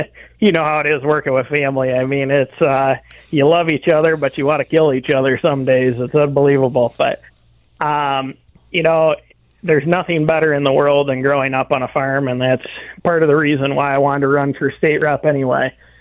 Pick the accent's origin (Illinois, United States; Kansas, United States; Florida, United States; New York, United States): Illinois, United States; Dixon; Chicago colleagues tell me I'm from downstate, and my downstate colleagues tell me I'm from Chicago. But I'm originally from Dixon